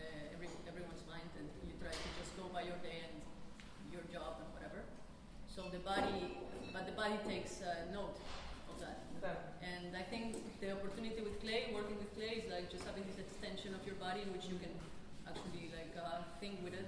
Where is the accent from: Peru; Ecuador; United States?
Ecuador; Guayaquil, Guayas; when I'm from Guayaquil, usually when I'm there, I'm trying to not even think about it